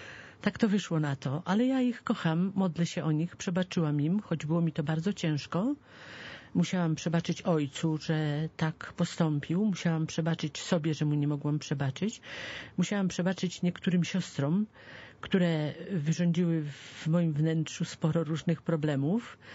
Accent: Laski, Masovian Voivodeship, Poland; wychowywałam się w Laskach

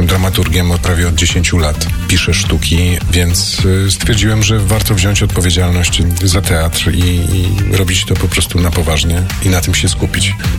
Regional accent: Ślesin, Greater Poland Voivodeship, Poland; Ja jestem ze Ślesina, więc on mi jest jakby najbliższy.

